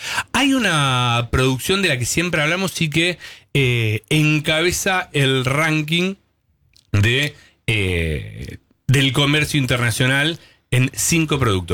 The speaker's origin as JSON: {"language": "Spanish", "region": "Tucumán", "country": "Argentina", "said": "Sí. Siempre somos tucumanos."}